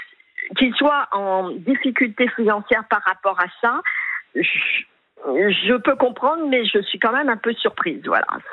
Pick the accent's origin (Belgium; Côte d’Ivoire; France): France; Île-de-France; j'ai fait la province comme Paris, comme l'Île-de-France, puisque je suis des Hauts-de-Seine.